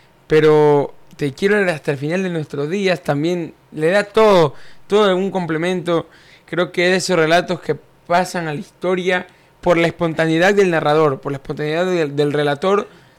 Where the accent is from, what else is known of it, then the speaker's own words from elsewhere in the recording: Ecuador; yo soy ecuatoriano, orgullosamente ecuatoriano